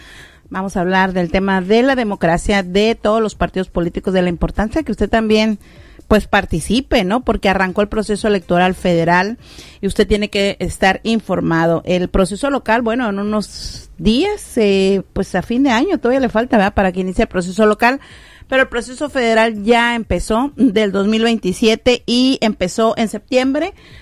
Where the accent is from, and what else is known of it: Mexico